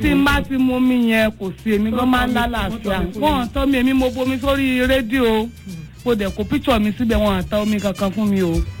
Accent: Oyo, Nigeria; Àdúgbò Ìjòkú ni mo ti wá.

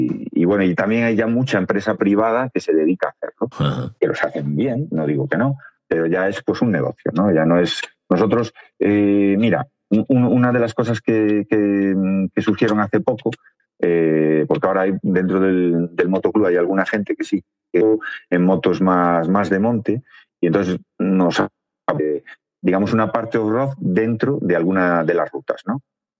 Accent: Lugo, Galicia, Spain; como somos de Lugo y creo que vivimos en un paraíso

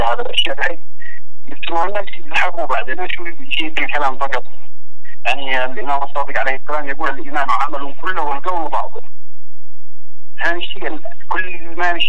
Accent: Yemen; احنا كشعب يمني

